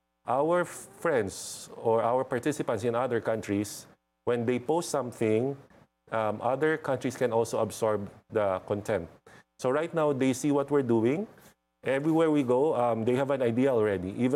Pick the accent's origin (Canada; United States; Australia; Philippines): Philippines; So every time you go to a certain country, especially with no Filipinos, you always say that we are from the Philippines.